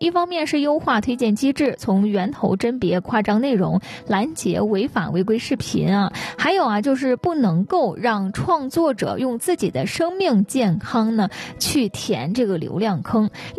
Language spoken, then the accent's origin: Chinese; China